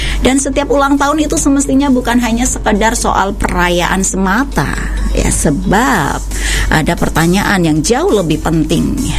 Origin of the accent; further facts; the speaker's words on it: Indramayu, West Java, Indonesia; kita semuanya sebagai warga Indramayu.